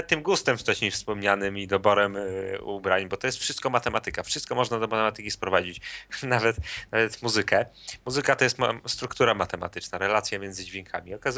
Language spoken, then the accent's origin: Polish; Białystok, Podlaskie Voivodeship, Poland; dlaczego muzyka u nas w Podlasie, ja z Białegostoku teraz rozmawiałem, disco polo bardzo jest popularna